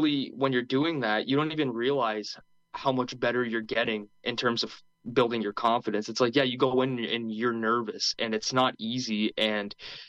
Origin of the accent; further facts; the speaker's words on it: Windsor, Ontario, Canada; born there; I was born in Windsor, Ontario, Canada, which is right across from Detroit.